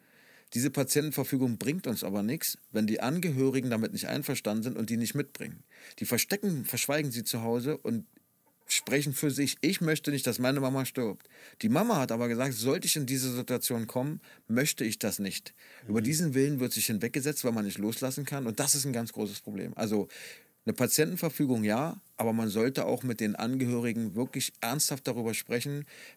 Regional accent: Berlin, Germany; ich bin ja damals im Osten in Marzahn-Hellersdorf groß geworden, war ja ein raues Pflaster.

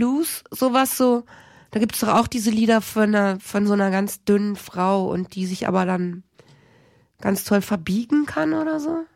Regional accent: Lower Saxony, Germany; Dabei ist ja meine Heimat Niedersachsen. Da haben wir ja nichts, ne, oder?

